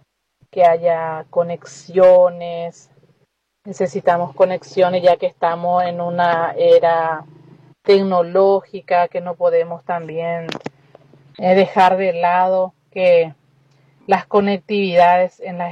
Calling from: San Pedro, Paraguay; soy de San Pedro, de una escuela rural

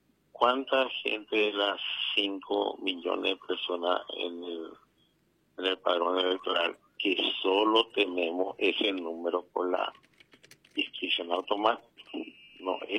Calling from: Paraguay

